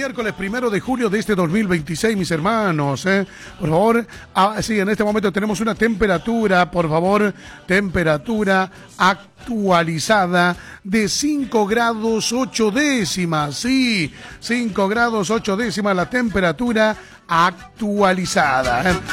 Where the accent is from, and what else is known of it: Bolivia